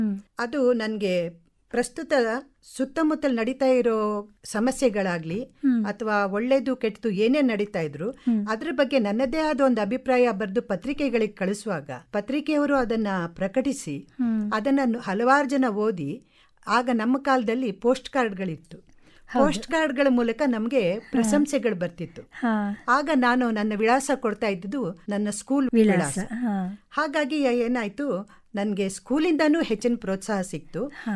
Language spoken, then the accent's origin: Kannada; Mangalore, Karnataka, India; ನಾನು ದಕ್ಷಿಣ ಕನ್ನಡ ಜಿಲ್ಲೆ ಮಂಗಳೂರಿನವಳು. ನಮ್ದು ಮಧ್ಯಮ ವರ್ಗದ ಕುಟುಂಬ.